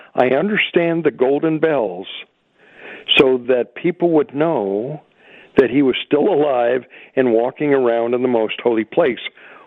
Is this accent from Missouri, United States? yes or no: no; Smith River, California, United States; Smith River, California.